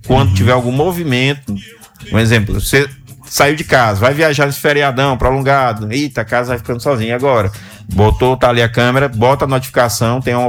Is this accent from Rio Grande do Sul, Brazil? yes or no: no; Teresina, Piauí, Brazil; Eu sou da Zona Norte, fui criado na Zona Norte, mas hoje em dia eu moro aqui já pertozinho, assim, mas eu amo a Zona Norte.